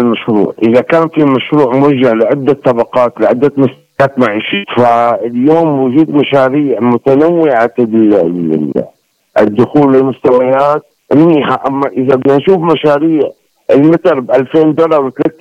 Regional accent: Syria

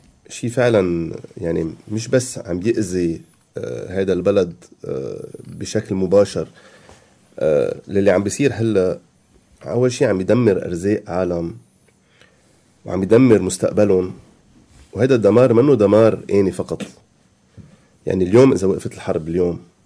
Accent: Keserwan-Jbeil, Lebanon; انا اليوم كسروين، اليوم كسروين كتر خير الله مانا مضروبة، انا لبناني

